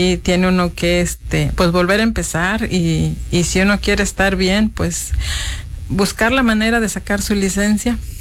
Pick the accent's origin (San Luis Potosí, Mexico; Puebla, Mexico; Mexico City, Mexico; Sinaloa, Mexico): San Luis Potosí, Mexico; Tamasopo; moved away; Muy bonita mi tierra, muy bonita. Nada más que pues uno tiene que emigrar, ¿verdad?